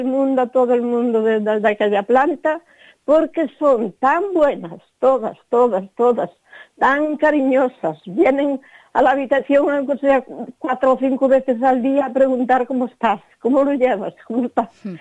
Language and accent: Spanish; Pontevedra, Galicia, Spain; Soy de aquí de Pontevedra, ¿sí? Justo pasado.